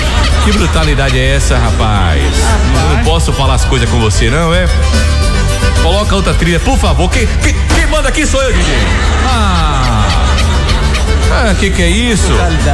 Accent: Northeast Region, Brazil

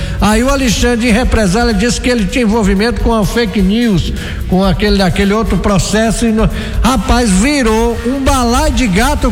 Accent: Paraíba, Brazil; born there; eu sou brasileiro, sou nordestino, sou baiano, por direito de fato, recebi o título de nasci na Paraíba, mas tenho o título de cidadão baiano, que foi concedido pela Assembleia Legislativa da Bahia.

